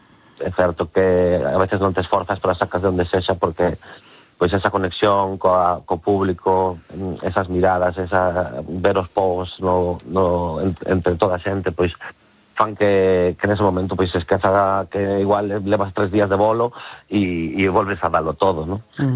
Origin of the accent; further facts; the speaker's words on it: Galicia, Spain; Somos galegos